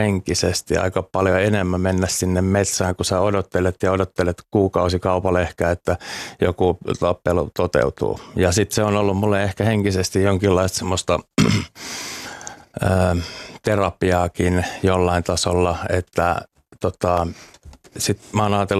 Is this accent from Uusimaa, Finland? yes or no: yes; Uusimaa, Finland; Tuossa pääkaupunkiseudulta mä oon kotoisin.